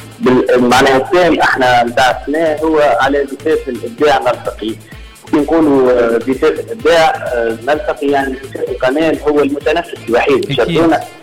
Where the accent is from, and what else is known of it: Jarzouna, Bizerte Governorate, Tunisia